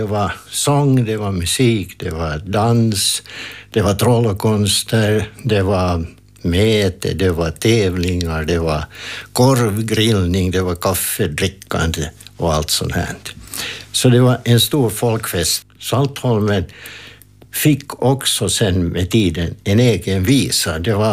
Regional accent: Pärnu, Pärnu County, Estonia; Och midsommarfirandet i min hemtrakt i Pärnu, Pärnu kyrkoby, så den firades alltid på ett speciellt sätt.

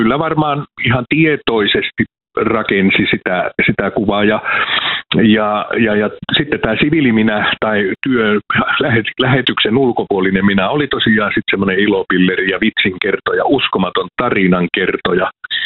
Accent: Savonia, Finland; mä oon semmoinen yleis-itäsuomalainen, eli että mä oon savolainen, mutta kyllä tämä itäsuomalainen mielenlaatu ja kieli

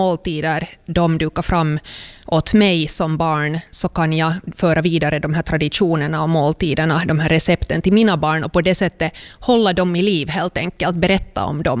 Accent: Helsinki, Uusimaa, Finland; moved away as an adult; now in Raseborg, Finland; Jag är alltså uppvuxen i Helsingfors

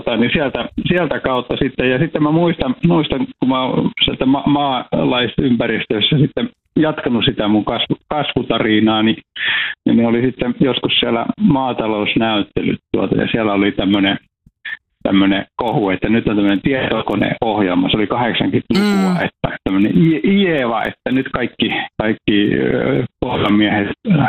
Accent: Iisalmi, North Savo, Finland; mä oon syntynyt siellä Iisalmen Peltosalmella ja mä oon ihan vauvana asunut samassa talossa.

